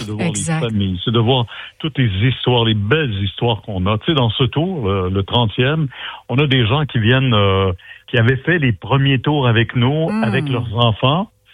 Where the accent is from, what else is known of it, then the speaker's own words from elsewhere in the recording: Quebec, Canada; Là, ça se passe chez nous au Québec.